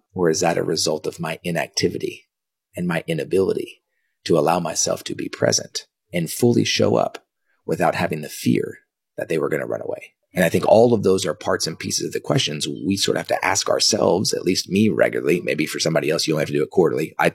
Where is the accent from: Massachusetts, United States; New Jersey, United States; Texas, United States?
Texas, United States; Dallas; born or raised there; also born or lived in Kansas